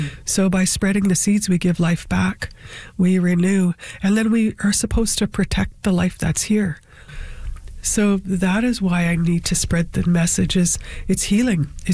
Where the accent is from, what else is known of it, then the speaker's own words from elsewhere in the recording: Swan Lake First Nation, Manitoba, Canada; and I'm from Swan Lake First Nation, Gapshkikamak, with relations in Long Plain, too.